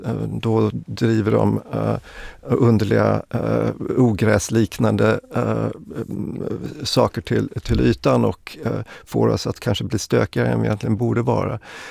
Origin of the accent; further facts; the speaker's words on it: Sweden; born there; Ja, min far är ju grek, jag är född i Sverige, jag har en österrikisk mor.